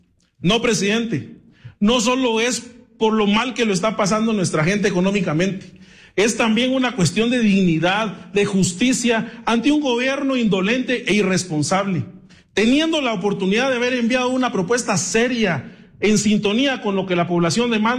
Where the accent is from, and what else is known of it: Guatemala